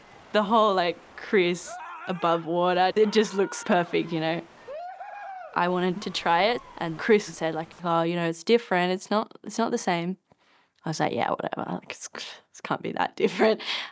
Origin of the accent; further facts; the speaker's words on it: Australia; Growing up in Australia with an islander dad and a Latina mom